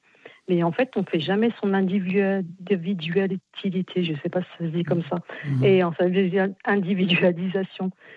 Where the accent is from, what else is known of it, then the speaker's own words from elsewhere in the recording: France; born there; Moi, je suis d'origine maghrébine, tunisienne.